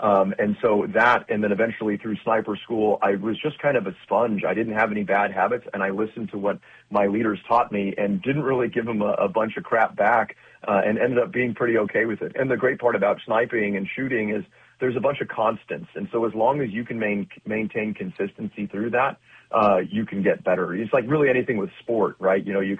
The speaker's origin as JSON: {"language": "English", "town": "Sunnyvale", "region": "California", "country": "United States", "tie": "born or raised there", "said": "I'm happy to be representing on a show out of my hometown, you know, San Francisco and San Jose. Very glad to be on."}